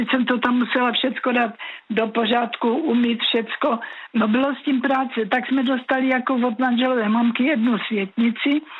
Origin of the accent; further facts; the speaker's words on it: Bohemia, Czechia; moved away as an adult; now in Adamov, Czechia; já jsem rodačka z Čech, takže nepřišli na Moravu tam do toho Adamova, tak já jsem mluvila česky, že?